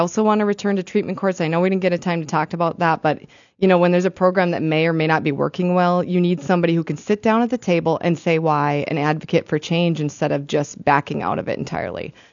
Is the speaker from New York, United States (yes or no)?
no; Moorhead, Minnesota, United States; I'm born and raised in Moorhead. I'm a local kid